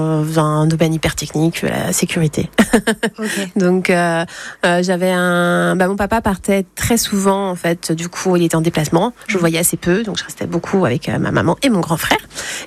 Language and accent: French; Nantes, Pays de la Loire, France; born there; je suis bretonne de Nantes. Je suis née à Nantes. Mmh. J'ai une grand-mère qui est vantaise, mais j'ai toujours été élevée dans l'idée que j'étais bretonne.